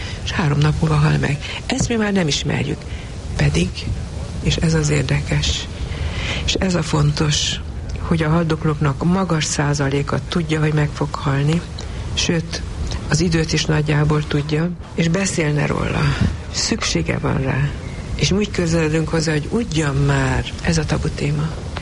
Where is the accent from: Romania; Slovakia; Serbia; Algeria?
Romania; Transylvania; gyermekkoromban Erdélyben én azt láttam még, hogy nyíltan beszélnek a halálról a haldoklóval.